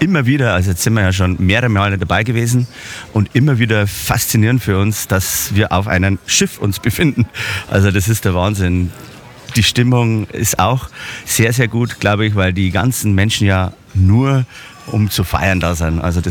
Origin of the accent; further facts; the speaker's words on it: Bavaria, Germany; Also ich muss jetzt korrigieren. Bei uns in Bayern, wir sagen nicht Mars, sondern wir sagen Moss.